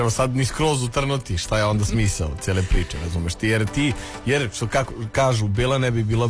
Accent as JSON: {"language": "Serbian", "town": "Novi Sad", "region": "Vojvodina", "country": "Serbia", "said": "ja bih uzeo i to kao specijalnu kategoriju, ja sam iz Novog Sada"}